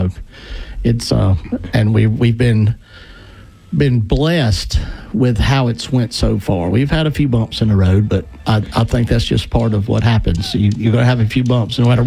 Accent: Pascagoula, Mississippi, United States; also born or lived in Mobile, Alabama; I was born in Mobile, Alabama. I'm from Pascagoula, Mississippi. And I came up here about 2014 and went to a race at Bowman Gray.

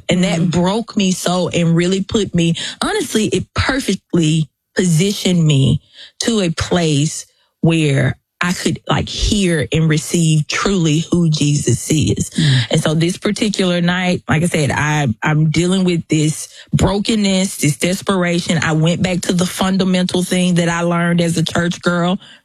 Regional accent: Mississippi, United States; born or raised there; accent: Southern

